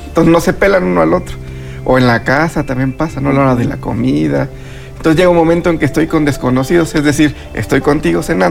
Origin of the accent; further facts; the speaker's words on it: Pedro Escobedo, Querétaro, Mexico; Yo soy del municipio de Pedro Escobedo.